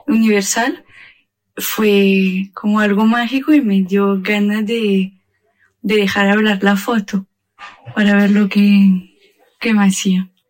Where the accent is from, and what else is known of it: Strasbourg, Grand Est, France